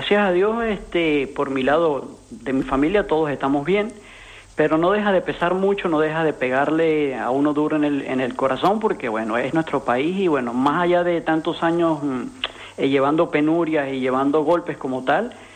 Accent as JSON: {"language": "Spanish", "country": "Venezuela", "moved": "as an adult", "lives_now": "Spain", "said": "como ya hablaba contigo. Bueno, yo soy venezolano, tengo 33 años."}